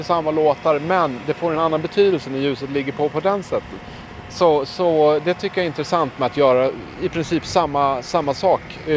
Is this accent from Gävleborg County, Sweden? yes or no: no; Dalarna County, Sweden; Jag är uppvuxen i Dalarna, men mina släktingar är ju... mina gener är ju utmejslade i Västergötland och Östergötland.